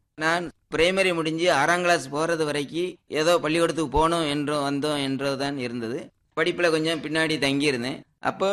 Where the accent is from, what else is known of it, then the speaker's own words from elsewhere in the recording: Virudhunagar district, Tamil Nadu, India; now in Nagercoil, India; என்னுடைய சொந்த ஊர் என்பது விருதுநகர் மாவட்டம் சாத்தூர் நகரிலிருந்து 10 கிலோமீட்டர் தொலைவில் அமைந்திருக்கக்கூடிய, அன்றைய காலகட்டத்தில் பின்தங்கிய ஒரு விவசாய கிராமம்.